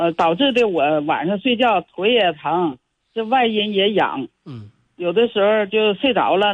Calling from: Changchun, Jilin, China; 难得，我是长春的。

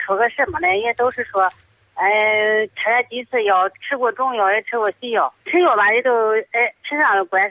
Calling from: Shijiazhuang, Hebei, China; 我是石家庄的。

